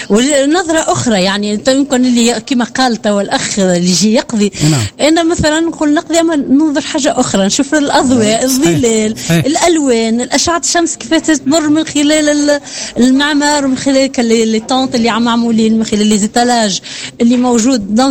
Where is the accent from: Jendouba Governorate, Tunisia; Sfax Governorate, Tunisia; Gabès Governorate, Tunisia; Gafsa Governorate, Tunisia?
Sfax Governorate, Tunisia; Sfax; ترعرعت في مدينة صفاقس